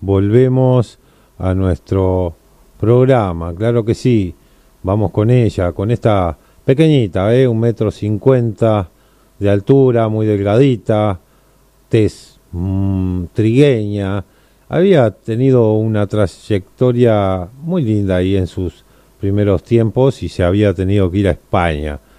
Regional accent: Uruguay; para nosotros como uruguayos

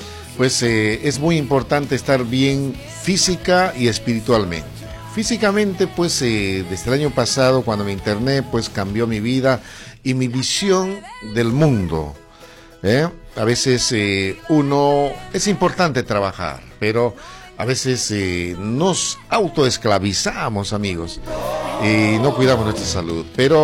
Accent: Bolivia; nosotros como bolivianos

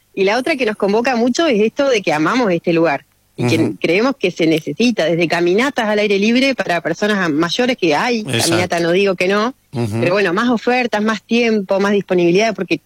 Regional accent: Viedma, Río Negro, Argentina; somos nacidos y criados en Viedma

